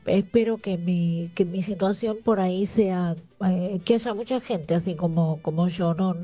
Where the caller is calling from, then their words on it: Castelar, Buenos Aires Province, Argentina; de Castelar.